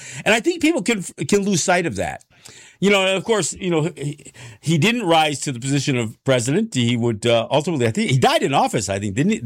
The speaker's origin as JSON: {"language": "English", "town": "Kahnawake", "region": "Quebec", "country": "Canada", "tie": "born or raised there", "said": "my hometown of Gunawage."}